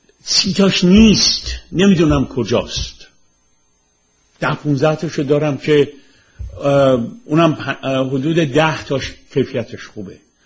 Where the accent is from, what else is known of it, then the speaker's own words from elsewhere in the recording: Iran; now in United States; این کار رو برای این میکنم که فکر میکنم بلایی که به سر من به عنوان یه جوان ایرانی اومد